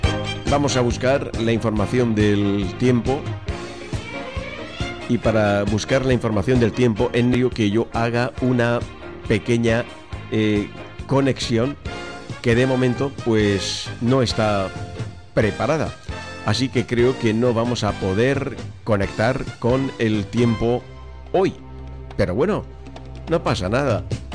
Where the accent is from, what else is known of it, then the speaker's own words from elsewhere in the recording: Alcantarilla, Region of Murcia, Spain; de Murcia, concretamente sabes que soy de Alcantarilla